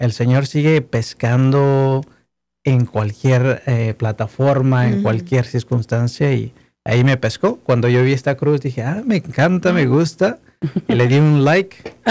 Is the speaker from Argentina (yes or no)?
no; Mexico; moved away as an adult; now in Phoenix, United States; yo estoy aquí como misionero porque vengo de México y pues muy encantado de estar aquí participando con ustedes, de servir en la diócesis de Phoenix